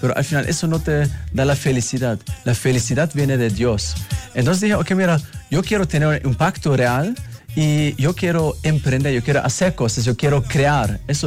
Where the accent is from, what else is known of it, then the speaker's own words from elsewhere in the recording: Germany; moved away as an adult; also born or lived in London; yo soy de Alemania. Yo he tenido la suerte de trabajar y vivir en diferentes partes del mundo y llegué aquí a Latinoamérica.